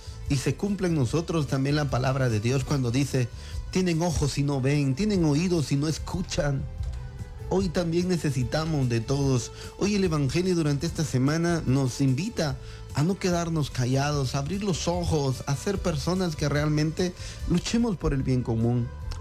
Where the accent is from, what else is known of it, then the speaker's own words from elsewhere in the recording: Baja Verapaz, Guatemala; now in Alta Verapaz, Guatemala; Yo no soy de Alta Verapaz, pero yo ya me considero vecino de Alta Verapaz. Yo soy de Baja Verapaz